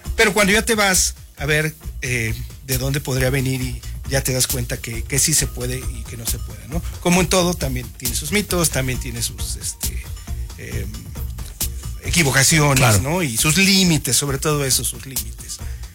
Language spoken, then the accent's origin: Spanish; Mexico City, Mexico; now in Cuernavaca, Mexico; Me dediqué a tocar con artistas ahí en México, soy de la Ciudad de México, y desde el año 2000 me vine acá a Cuernavaca a vivir.